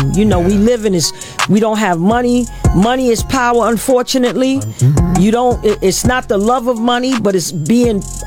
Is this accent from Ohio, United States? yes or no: yes; Cincinnati, Ohio, United States; born there; I was born in Cincinnati, Ohio.